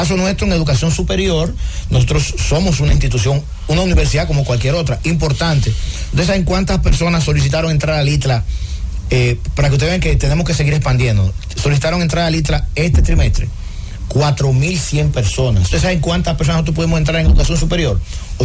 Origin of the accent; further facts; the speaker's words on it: Santo Domingo Norte, Santo Domingo, Dominican Republic; yo me crié en Villamella orgullosamente.